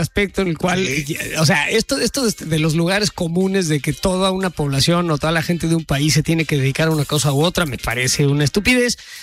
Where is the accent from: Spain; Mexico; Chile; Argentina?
Mexico; now in United States; como ser mexicano en Estados Unidos. Todos los mexicanos están aquí legalmente, y todos los mexicanos trabajan en la cocina. Y pues la verdad no, o sea, la verdad es que muchos trabajamos en distintas cosas